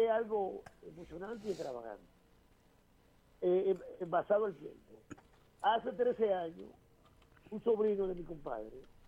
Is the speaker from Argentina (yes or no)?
no; Dominican Republic; yo soy dominicano y hablo así.